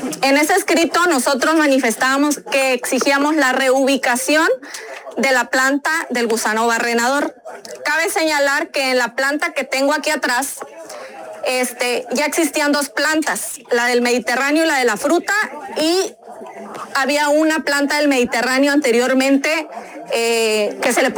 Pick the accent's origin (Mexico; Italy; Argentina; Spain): Mexico; Metapa de Domínguez, Chiapas; soy ciudadana de Metapa, de Domínguez.